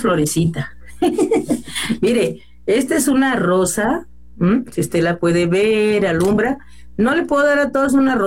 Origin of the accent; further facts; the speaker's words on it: Los Mochis, Sinaloa, Mexico; bendecimos a los hasta el lugar donde yo nací y donde yo pasé pues mi niñez y mi adolescencia. Así es que bendecimos a los mochis